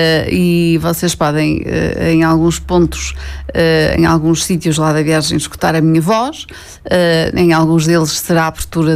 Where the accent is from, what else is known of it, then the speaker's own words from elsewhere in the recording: Santa Maria da Feira, Norte, Portugal; sou de Santa Maria da Feira, a cidade da viagem medieval.